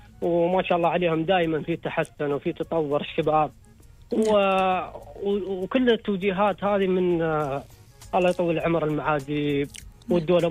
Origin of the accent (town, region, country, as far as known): United Arab Emirates